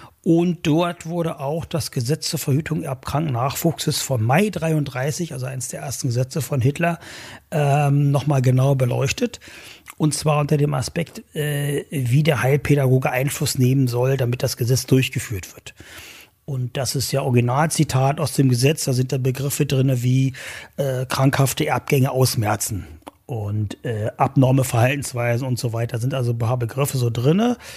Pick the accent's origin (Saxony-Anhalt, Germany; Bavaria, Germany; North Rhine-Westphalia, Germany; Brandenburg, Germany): Saxony-Anhalt, Germany; born or raised there